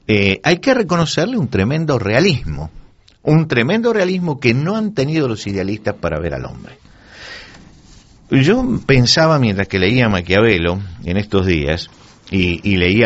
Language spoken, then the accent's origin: Spanish; Argentina; yo recuerdo en mi país, en Argentina